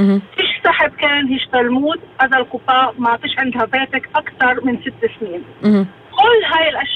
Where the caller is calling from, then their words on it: the north, Israel; معك مستمع من الشمال.